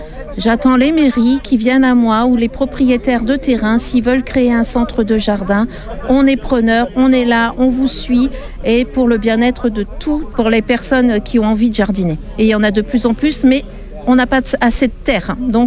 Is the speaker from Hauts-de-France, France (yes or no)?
yes; Hauts-de-France, France; Non, je suis originaire du Pas-de-Calais, mais j'ai mon jardin sur Valenton, qui est dans la région parisienne, dans le Val-de-Marne.